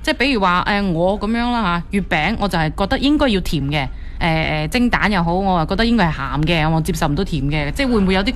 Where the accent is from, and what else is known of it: Guangdong, China